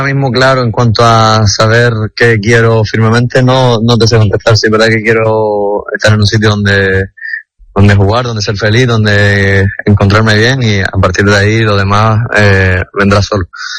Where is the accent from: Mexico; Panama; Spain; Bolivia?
Spain; Las Palmas, Canary Islands; moved away; es el equipo de mi tierra